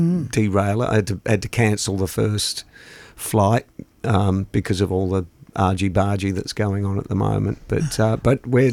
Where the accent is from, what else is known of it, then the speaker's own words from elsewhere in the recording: Malmesbury, Victoria, Australia; I'm from Malmesbury, down the road.